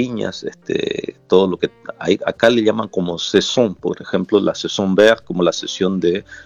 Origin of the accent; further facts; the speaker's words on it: Pampa del Indio, Chaco, Argentina; first language Qom; Spanish is a second language; moved away as an adult; now in Dijon, France; yo soy ciudadano argentino, yo soy chaqueño, pertenezco al pueblo indígena Qom. Yo nací en Pampa del Indio, en la provincia del Chaco, a unos 300 kilómetros de Resistencia, que es la capital de Resistencia, uh-huh. Y vivo aquí en Dijon hace aproximadamente 7 años.